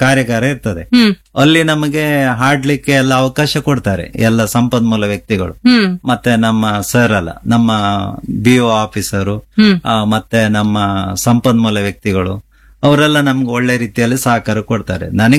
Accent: Karnataka, India; born there; ನಾನು ಶಾಲೆಯಲ್ಲಿ ಕೊಟ್ಟಿಗೇರಿ ಶಾಲೆಗೆ ಹೋಗ್ತಾ ಇದ್ದೇನೆ.

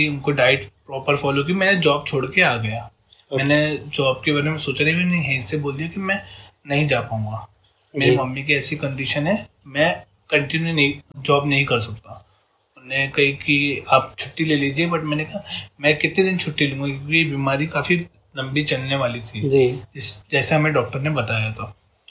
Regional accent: Bhopal, Madhya Pradesh, India; जी नमस्ते … मैं भोपाल का रहने वाला हूँ

